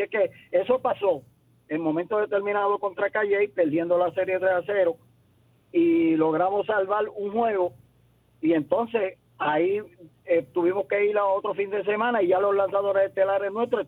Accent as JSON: {"language": "Spanish", "town": "Comerío", "country": "Puerto Rico", "tie": "born or raised there", "said": "del barrio donde yo me crié, en La Plata"}